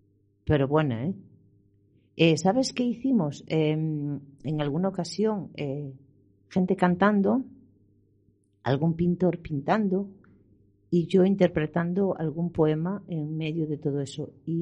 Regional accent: Galicia, Spain; born there

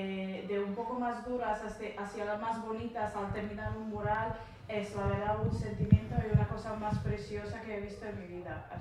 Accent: Montenegro; Spanish is a second language; moved away; Vengo de Montenegro

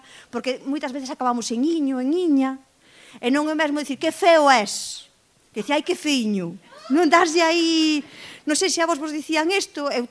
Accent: Maniños, Galicia, Spain; Miradme a min, que son de Maniño, sabedes onde está.

